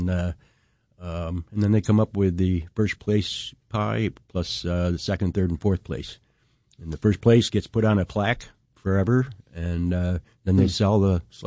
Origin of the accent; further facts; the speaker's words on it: Naples, New York, United States; I grew up in Naples.